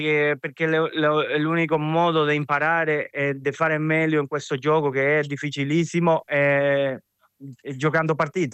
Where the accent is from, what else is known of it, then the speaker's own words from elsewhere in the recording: Venezuela; Italian is a second language; Io sono nato in Venezuela e sono innamorato sempre della cultura italiana. Mio padre viene da Bari, è nato in Bari e sempre ho cresciuto con questa, con la mia famiglia italiana in Venezuela.